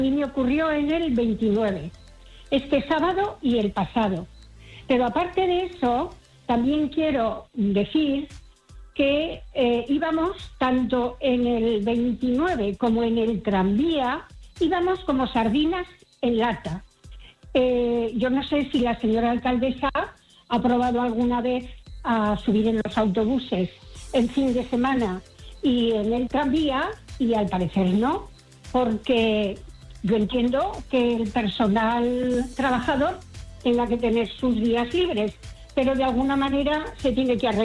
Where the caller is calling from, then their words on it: Spain; vivo en Salvador Allende.